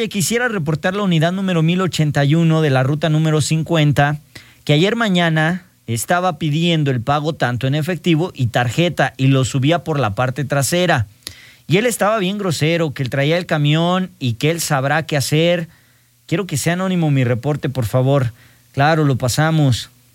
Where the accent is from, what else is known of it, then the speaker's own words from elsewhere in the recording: Jalisco, Mexico; now in Aguascalientes, Mexico; Están muy bonitas las de mi tierra, las jaliscienses.